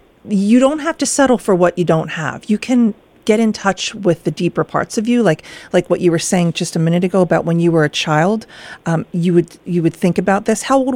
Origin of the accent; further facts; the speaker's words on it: Pennsylvania, United States; me being from outside of Philadelphia, I've never been to Pittsburgh.